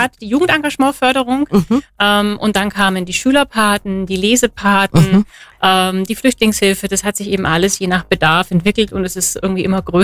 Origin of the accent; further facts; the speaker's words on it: Memmingen, Bavaria, Germany; dass ich dann mit dem Konzept wieder zurück nach Memmingen gekommen bin, ja, meine Heimatstadt